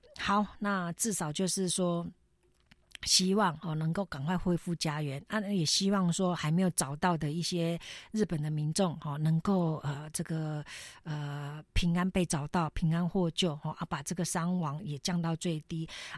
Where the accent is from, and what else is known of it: Taiwan